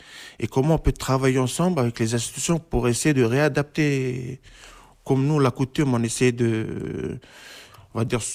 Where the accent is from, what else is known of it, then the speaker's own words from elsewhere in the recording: Lifou, Loyalty Islands Province, New Caledonia; moi je viens de l'IFOU